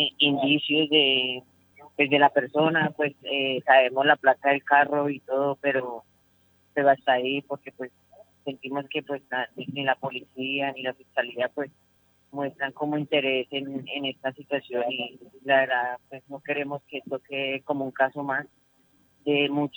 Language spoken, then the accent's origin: Spanish; Bogotá, Colombia